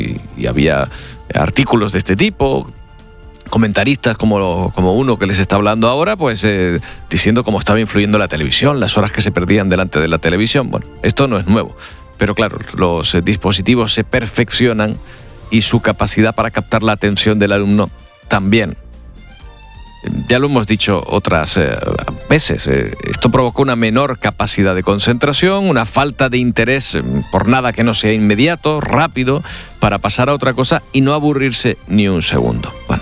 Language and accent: Spanish; Canary Islands, Spain